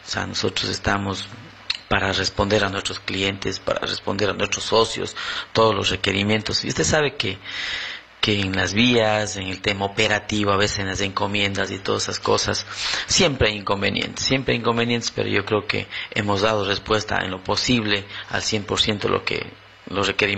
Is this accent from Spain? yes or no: no; Sucúa, Morona Santiago, Ecuador; porque somos vecinos, somos los de Sucua de aquí